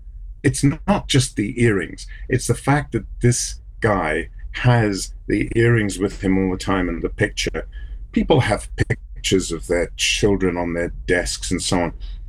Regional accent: South Africa; As a South African

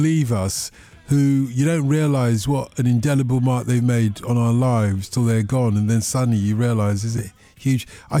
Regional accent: London, United Kingdom; I grew up in Wimbledon, South Wimbledon. I remember it very well. I went to Garfield School. Garfield School is my junior school. It was right next to Garfield Park.

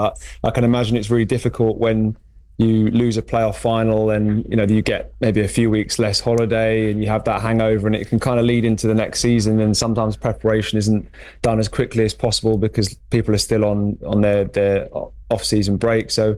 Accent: Brentwood, East of England, United Kingdom; also born or lived in Chelmsford; So I was born in Chelmsford and then grew up in Brentwood for my whole childhood, really.

